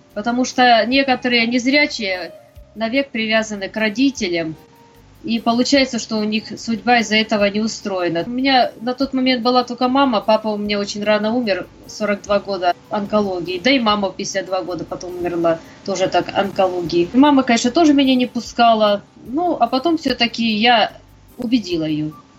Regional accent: Khabarovsk, Khabarovsk Krai, Russia; also born or lived in Petropavlovsk-Kamchatsky; Я с Дальнего Востока, я родилась в Петропавловске-Камчатском. До 7 лет жила на Камчатке, потом, значит, возник вопрос, чтобы меня определить в спецшколу для слепых и слабовидящих.

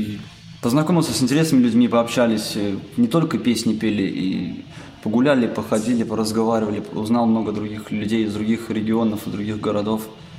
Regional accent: Smolensk, Smolensk Oblast, Russia; Приехал я из Смоленска. Пою, наверное, с детства, как большинство людей. А профессионально учился в Курске, быстро бросил. Потом перевелся все-таки в Смоленск обратно к себе

